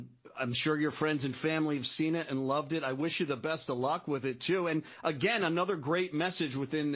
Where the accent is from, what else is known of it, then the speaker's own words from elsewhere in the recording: New York, United States; I'm a New Yorker, too